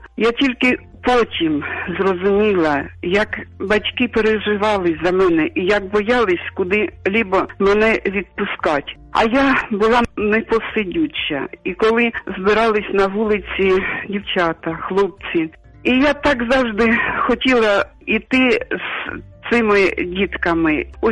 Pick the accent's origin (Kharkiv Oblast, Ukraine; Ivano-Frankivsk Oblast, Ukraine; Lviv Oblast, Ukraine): Kharkiv Oblast, Ukraine; Vasyshcheve; Я народилась в селі під Харковом, в Васищевах. Ми жили в селі.